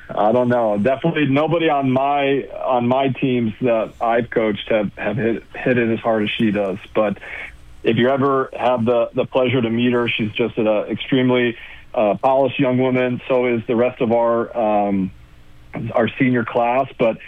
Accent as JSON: {"language": "English", "region": "Illinois", "country": "United States", "tie": "born or raised there", "said": "Yeah, well, I grew up outside Chicago. I started playing volleyball in high school."}